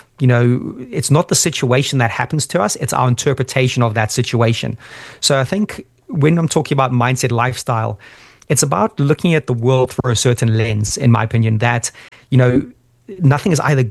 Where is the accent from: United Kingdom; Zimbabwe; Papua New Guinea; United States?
Zimbabwe; moved away; I'm not from the UK. I've got a UK passport. My mom's from the Lake Districts of all places, but I was born and raised in Zimbabwe of all places, Southern Africa.